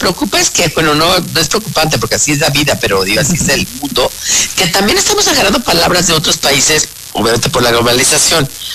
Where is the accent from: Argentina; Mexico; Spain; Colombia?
Mexico